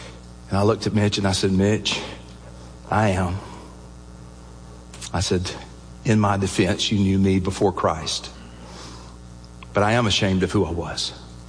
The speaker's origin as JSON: {"language": "English", "region": "Alabama", "country": "United States", "tie": "born or raised there", "said": "I'd heard the gospel. I was growing up in Alabama. I mean, you can't miss it. There's churches everywhere."}